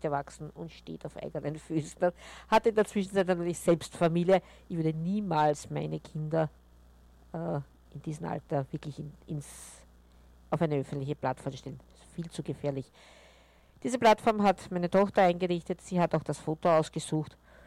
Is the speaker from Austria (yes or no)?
yes; Vienna, Austria; dann seid ihr richtig, dann seid ihr bei mir beim … Und bevor die Wogen höher schlagen, bei uns in Österreich ist es ja im Moment Thema Nummer 1